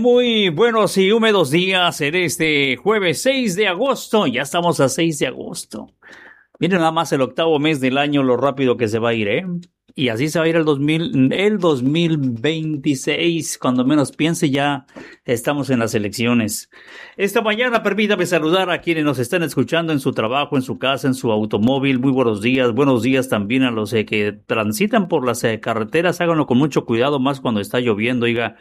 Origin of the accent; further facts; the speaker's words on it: San Buenaventura, Mexico; born there; now in Manzanillo, Mexico; Allá me dicen, ¿tú dónde naciste? Pues de San Buenaventura, lo que donde se ve el cerro para arriba, allá merito, enterraron el ombligo.